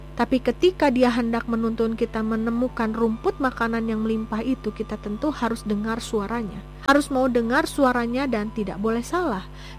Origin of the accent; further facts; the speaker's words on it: Garut, West Java, Indonesia; karena saya kuliah di Bandung dan kota asal saya Garut.